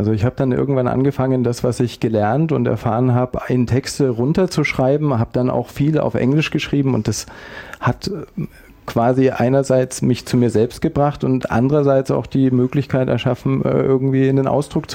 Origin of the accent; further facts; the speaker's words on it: Landsberg am Lech, Bavaria, Germany; born there; moved away as an adult; also born or lived in England / South Africa; ich komme ursprünglich aus Landsberg am Lech bei München und habe da lange Zeit gelebt